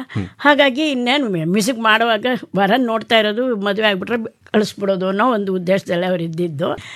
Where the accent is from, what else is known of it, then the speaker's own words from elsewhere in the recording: Mysore, Karnataka, India; ಮೂಲತಃ ನಾನು ಹುಟ್ಟಿ ಬೆಳೆದಿದ್ದೆಲ್ಲ ಮೈಸೂರು, ಆದ್ರೆ ನಮ್ಮ ತಂದೆಯವರೆಲ್ಲ ಇದ್ದಿದ್ದು ಅರಕಲಗೂಡು ತಾಲೂಕಿನ ರುದ್ರಪಟ್ಟಣಂ ಗ್ರಾಮದಲ್ಲಿ.